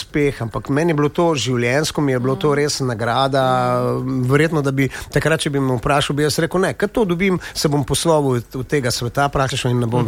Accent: Krško, Lower Sava, Slovenia; born or raised there; also born or lived in Zagreb, Croatia

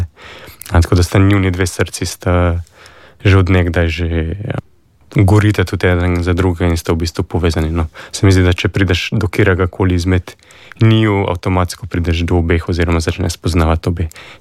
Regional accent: Ljubljana, Central Slovenia, Slovenia; ker sem iz Ljubljane in sem že prej večkrat bil gor

